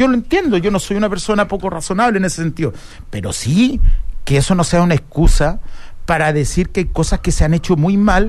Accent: Chile; en mi país nacieron mis hijos, en mi país voy a enterrar a mis papás. Eso somos chilenos.

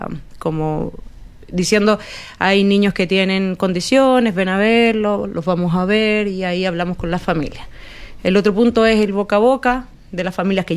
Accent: Chile; Y rojo porque somos chilenos y el rojo nos identifica.

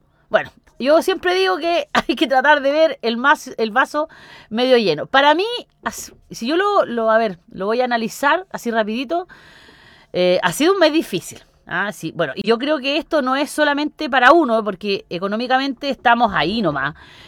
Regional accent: Chile; los que sufrimos somos los pobres chilenos

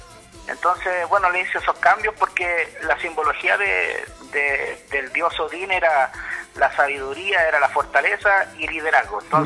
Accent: Puente Alto, Santiago Metropolitan Region, Chile; Yo soy de acá de Santiago, de Puente Alto.

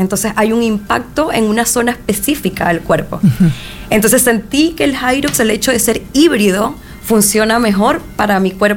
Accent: Venezuela; also born or lived in Panama; now in Chile; Soy venezolana, más venezolana que la arepa, así.

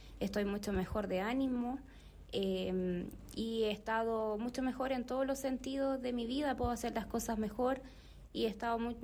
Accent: La Calera, Valparaíso, Chile; Yo vengo de la localidad de La Calera

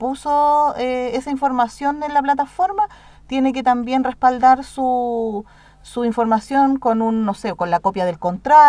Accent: Cauquenes, Maule, Chile; Bueno, yo personalmente soy de aquí de Cauquenes, nacida y criada en Cauquenes. Me fui a estudiar, volví

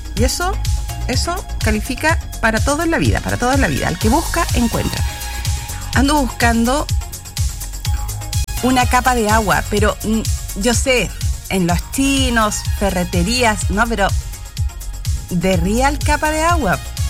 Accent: Chile; los chilenos somos tan chilenos para darnos a entender.

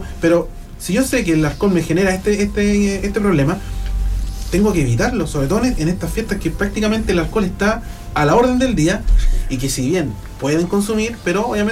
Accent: Chile; como chilenos que queremos celebrar

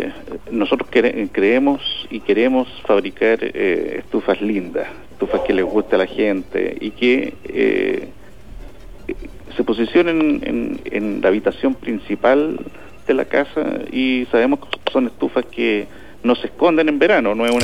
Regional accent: Chile; Como chilenos nos gusta colocarnos la valla más alta.

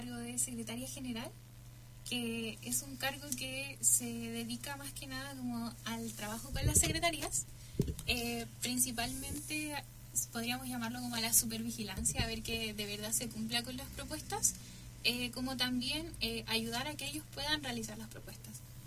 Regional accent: Chépica, O'Higgins, Chile; Soy de Chépica, la sexta región.

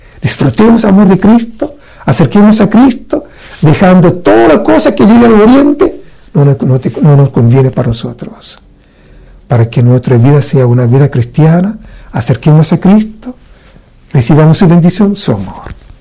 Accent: India; Spanish is a second language; yo soy un sacerdote de la India

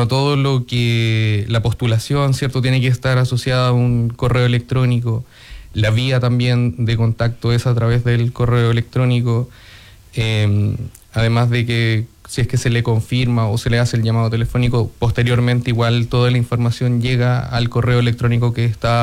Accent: Coyhaique, Aysén, Chile; Soy de acá, de Coyhaique

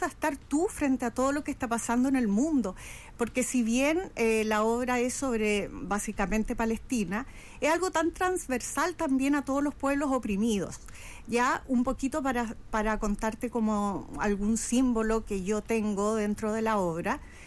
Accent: Chile; yo soy chilena.

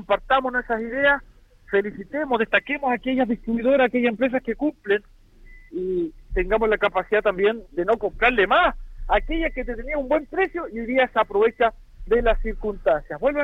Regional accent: Los Lagos, Chile; en mi tierra, en Palena

